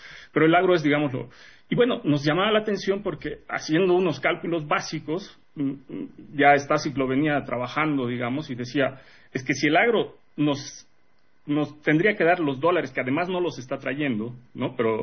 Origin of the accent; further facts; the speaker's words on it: Bolivia; como bolivianos, como, ¿no?, que tenemos nuestras familias aquí